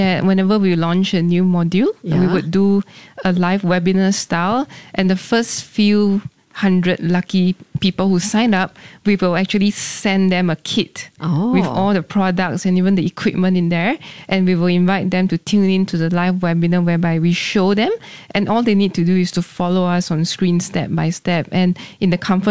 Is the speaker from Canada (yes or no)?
no; Singapore; Because growing up in Singapore, we are very used to our kopi C, yeah, kopi O, and those coffees are a different character.